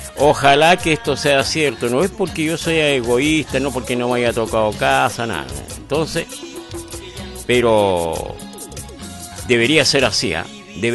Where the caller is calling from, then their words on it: Chile; nosotros, siendo habitantes chilenos